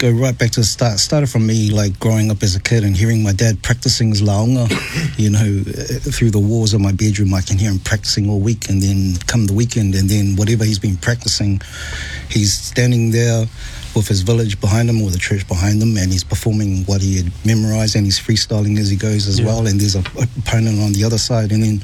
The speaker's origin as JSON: {"language": "English", "town": "Māngere", "region": "Auckland", "country": "New Zealand", "tie": "born or raised there", "said": "I grew up in the Mekokisi world, and then also, you know, grew up outside Apiawai Car Park, Māngere, like hip-hop cultures."}